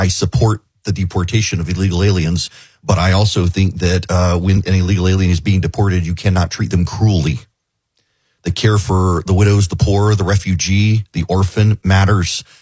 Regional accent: Dubai, United Arab Emirates; When I was a kid growing up in Dubai, we would get invited to public executions.

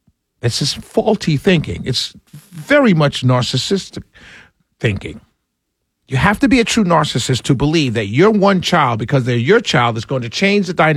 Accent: New York, United States; I'm born and raised in New York

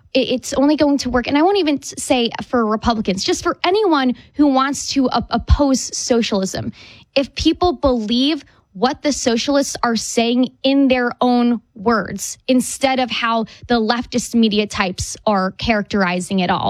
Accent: New Jersey, United States; And I'm saying this as a fellow coastal elitist. I'm from New Jersey.

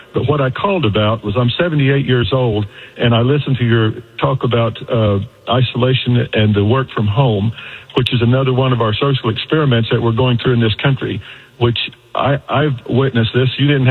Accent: Bartlesville, Oklahoma, United States; we've got the only skyscraper that Frank Lloyd Wright built right up here in Martinsville, which is my hometown, best damn town in the country.

